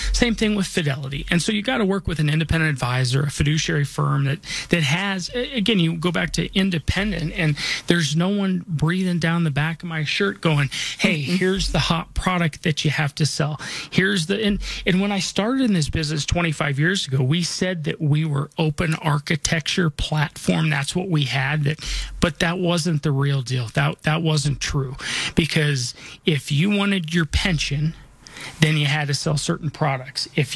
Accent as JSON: {"language": "English", "region": "Colorado", "country": "United States", "tie": "born or raised there", "said": "You know, I was born and raised here in Colorado. This is where I call home. This is where I'm raising my family."}